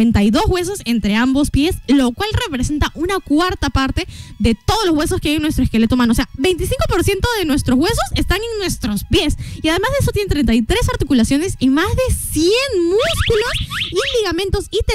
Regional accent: Peru; acá como peruanos

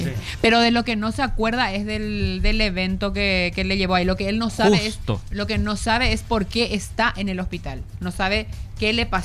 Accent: Paraguay; Y así somos los paraguayos.

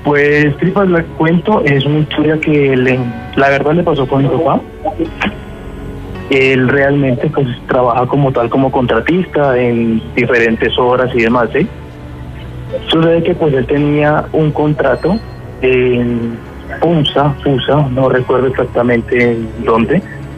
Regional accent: Caribbean Region, Colombia; yo también soy costeño

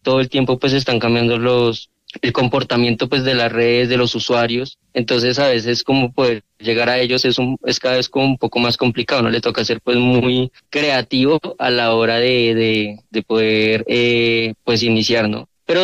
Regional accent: Colombia; aquí siendo colombiano

